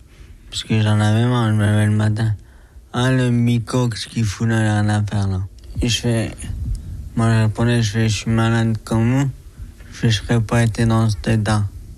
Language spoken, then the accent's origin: French; France; born there; Je suis né en France et j'ai une origine française.